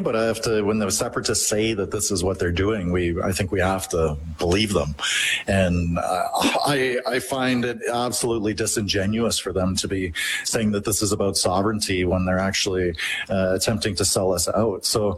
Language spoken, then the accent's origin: English; Canada; for me, I'm Canadian through and through. I'm not a transactional Canadian. I'm not a conditional Canadian.